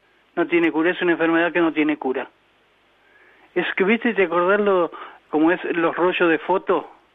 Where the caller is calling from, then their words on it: San Justo, Buenos Aires Province, Argentina; yo vivo acá cerca de la universidad.